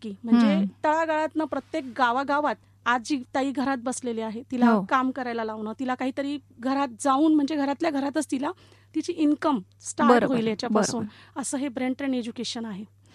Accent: Malegaon, Maharashtra, India; मी मालेगावचीच आहे, माझा जन्म ही मालेगावचाच आहे

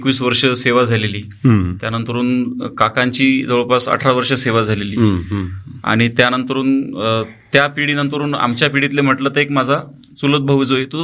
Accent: Sonoj, Maharashtra, India; नाशिक जिल्ह्यात मालेगाव तालुक्यात आमचं एक सोनोज म्हणून गाव आहे, खेडेगाव आहे. खेडेगावात आम्ही लहानाचे मोठे झालो.

